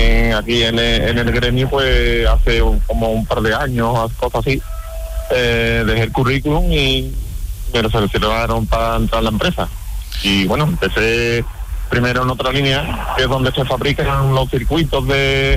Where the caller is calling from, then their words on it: Utrera, Andalusia, Spain; Estoy en Utrera